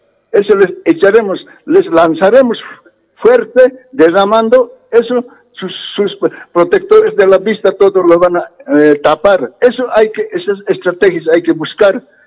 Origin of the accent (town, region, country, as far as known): Bolivia